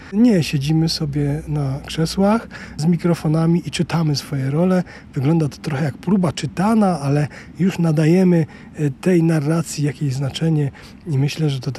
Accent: Silesian Voivodeship, Poland; my, Ślązacy, lubimy nie tylko go dać, ale słuchać, jak się do nas godo.

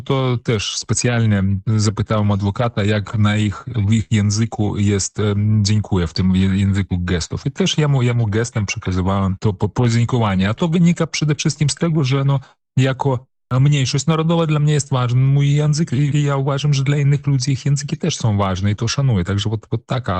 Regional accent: Grodno Region, Belarus; first language Polish; moved away as an adult; Urodziłem się w Związku Sowieckim, czyli w państwie totalitarnym, gdzie Polaków miało w wypadku BSSR, czyli Białoruskiej Socjalistycznej Republiki Radzieckiej, miało w ogóle nie być.

